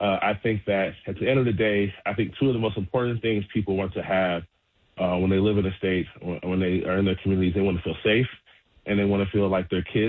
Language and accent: English; Baltimore, Maryland, United States; But the reality is, I'm from West Baltimore, and I've never felt more safe walking through my district.